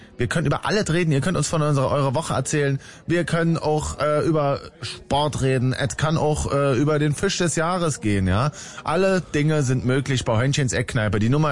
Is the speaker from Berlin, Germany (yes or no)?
yes; Berlin, Germany; als Berliner